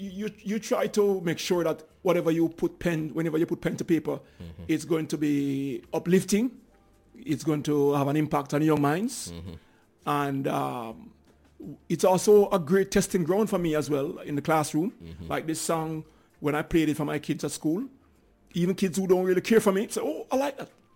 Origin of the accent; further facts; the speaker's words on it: Jamaica; I grew up in Jamaica, of course.